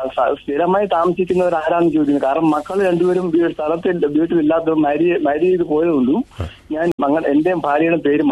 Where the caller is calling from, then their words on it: Thiruvananthapuram, Kerala, India; ഞാൻ തിരുവനന്തപുരത്ത് നിന്നാണ് വിളിക്കുന്നത്.